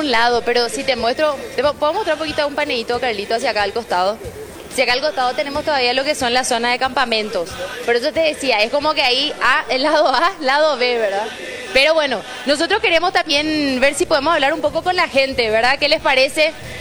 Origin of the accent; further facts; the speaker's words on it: Paraguay; nosotros somos de Paraguay.